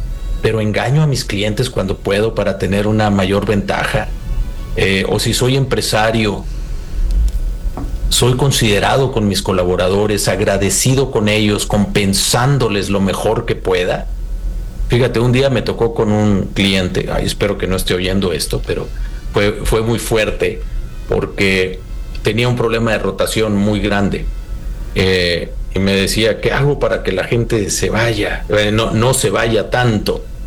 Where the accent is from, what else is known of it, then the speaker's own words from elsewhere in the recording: Mexico; Soy un mexicano que practica un nacionalismo cotidiano.